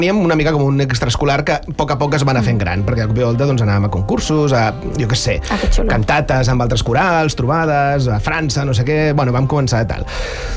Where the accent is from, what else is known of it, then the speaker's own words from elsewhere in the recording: Barcelona, Catalonia, Spain; jo sóc de Sant Andreu, de Barcelona.